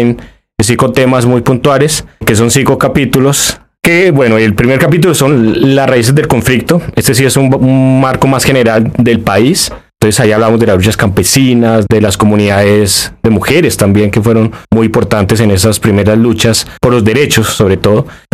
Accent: Bogotá, Colombia; pues porque es mi región, yo soy de Bogotá

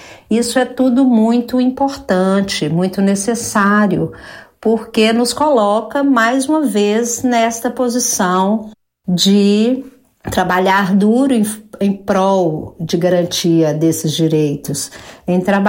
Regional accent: Belo Horizonte, Minas Gerais, Brazil; foi muito emocionante participar do 17º encontro do MOSILIC em Belo Horizonte, minha cidade onde eu cresci

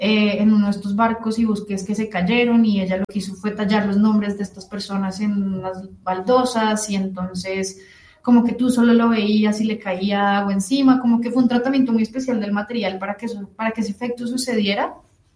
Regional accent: Colombia; lo violentos y lo pasivo-agresivos que somos los colombianos

